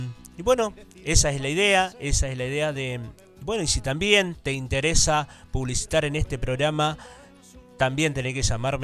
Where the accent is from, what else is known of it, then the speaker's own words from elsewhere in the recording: La Zarita, Santa Fe, Argentina; born there; now in Reconquista, Argentina; yo no soy nacido en Reconquista, yo soy nacido en La Zarita